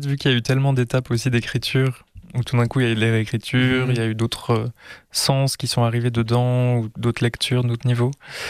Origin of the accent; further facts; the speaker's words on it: Switzerland; On est suisse.